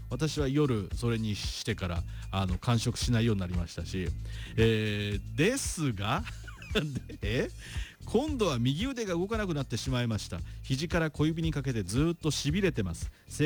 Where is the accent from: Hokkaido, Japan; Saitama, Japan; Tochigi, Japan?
Tochigi, Japan; Sano; 私のふるさと佐野